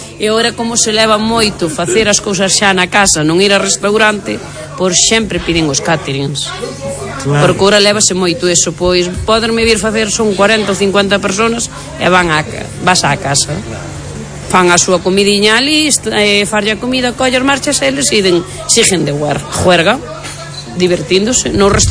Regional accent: Ribeira, Galicia, Spain; San Pedro do Sarandón, Ribeira exactamente. Son de Ribeira, San Pedro e Sarandón.

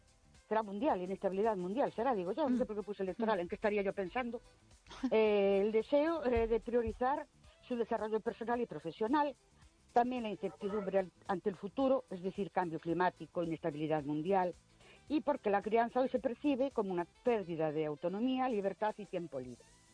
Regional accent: Ourense, Galicia, Spain; de Orense otra vez.

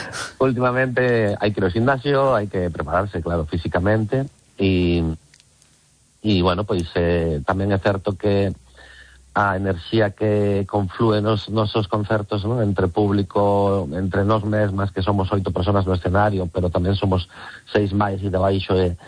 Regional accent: Galicia, Spain; todo o mundo dicía que seríamos vascos, entendía que seríamos vascos, pero nada máis, non, somos galegos

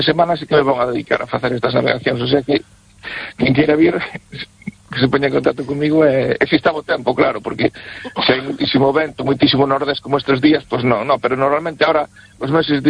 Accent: Fisterra, Galicia, Spain; Nos na fin da terra, Fisterra, temos moitas cousas moi interesantes

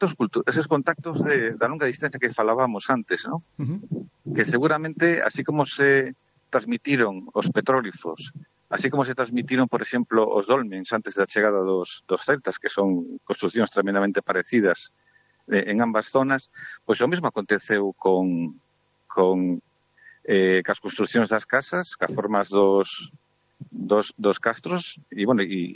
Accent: Galicia, Spain; Temos que decir que, os galegos non somos celtas.

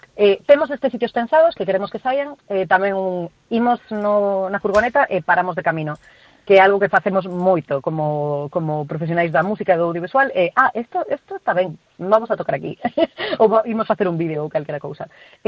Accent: Galicia, Spain; A xente que somos daqui de Galicia sabemos que esos son para ser galegos, o sea, lo sabemos de sobra.

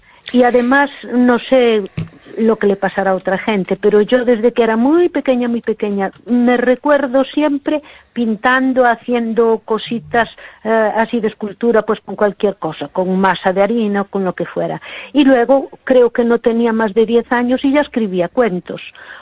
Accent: Galicia, Spain; nosotros que somos tan gallegos

